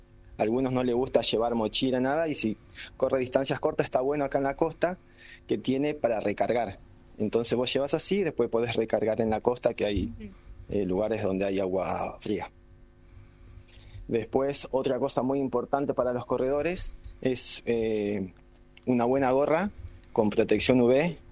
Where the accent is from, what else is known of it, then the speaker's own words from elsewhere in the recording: Piamonte, Santa Fe, Argentina; si bien somos de pueblo cerquita, de Las Rosas, yo soy de Piamonte